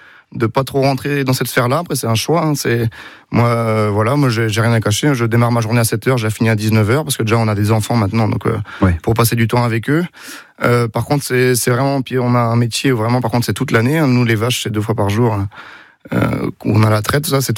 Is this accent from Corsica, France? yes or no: no; Saint-Berthevin, Pays de la Loire, France; moi, je suis pas fils d'agriculteur. Donc, moi, j'ai grandi à Saint-Vertevin, auprès de Laval. J'ai fait toutes mes études au Collège Sainte-Thérèse, ensuite au lycée agricole Agricampus de Laval.